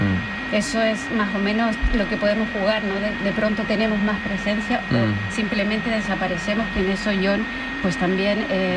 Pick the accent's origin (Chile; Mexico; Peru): Chile; now in Spain; Yo como vengo de Chile, soy de otro país